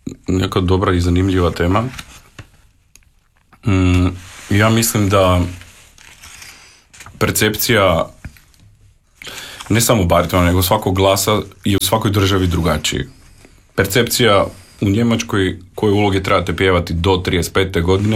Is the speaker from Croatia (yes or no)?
no; North Macedonia; moved away; ja sam ipak iz Makedonije